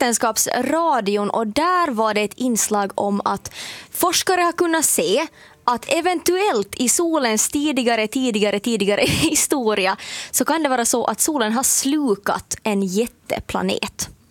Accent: Finland; accent: Finland-Swedish; nu kommer min finlandssvenska in.

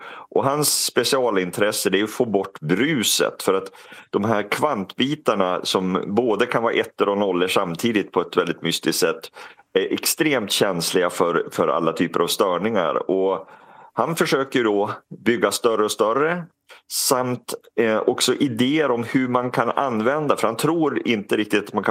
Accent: Sweden; det är inte bara för vi är svensk

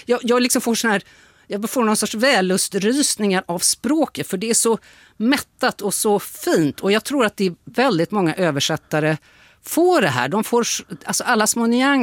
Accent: Stockholm, Stockholm County, Sweden; Jag tycker ju ändå som stockholmare att det är roligt att han har skrivit en Stockholmsroman.

